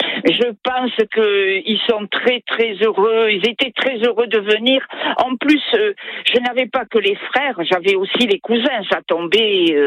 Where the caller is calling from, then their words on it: Bassens, Nouvelle-Aquitaine, France; J'habite à Bassens